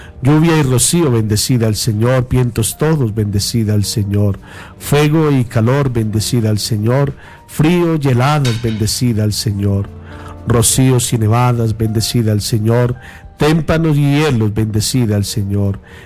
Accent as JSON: {"language": "Spanish", "country": "Colombia", "said": "nosotros como colombianos"}